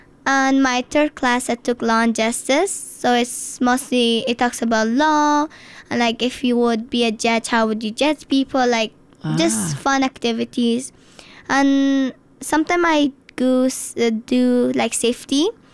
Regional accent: Afghanistan; now in United States; I'm from Afghanistan. I'm a student at Utah International Charter School.

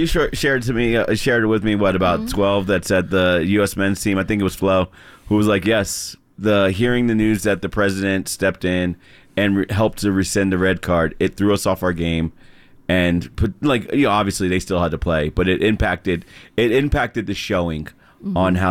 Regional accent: United States; as an American

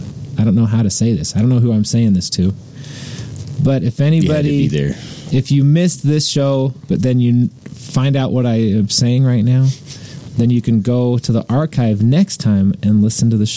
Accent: Utah, United States; I'm from Utah Valley.

